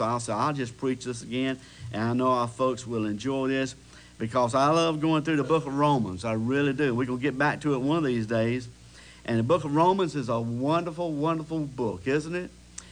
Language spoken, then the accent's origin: English; Henderson, United States; I said, I'm from Henderson, and I said, if it's possible, I would sure like to come by your home and visit with you for a while.